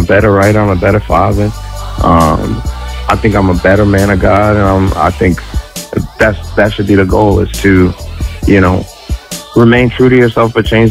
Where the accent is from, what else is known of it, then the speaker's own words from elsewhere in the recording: Chicago, Illinois, United States; I grew up in the Chicago hip-hop scene.